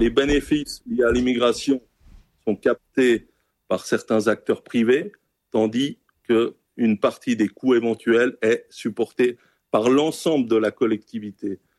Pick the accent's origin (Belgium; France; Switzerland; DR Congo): Switzerland; born there; Il a trouvé un travail ici en Suisse, c'est pour ça que je suis né en Suisse.